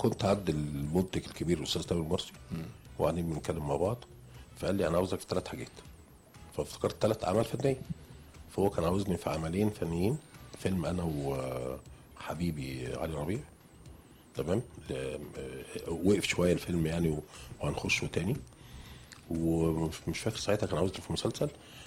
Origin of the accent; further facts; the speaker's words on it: Egypt; في بلدي في مصر